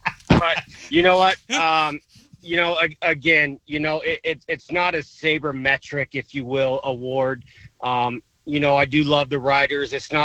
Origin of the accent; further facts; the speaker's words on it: California, United States; I grew up in the Bay Area, Northern California. So I grew up watching him manage, right?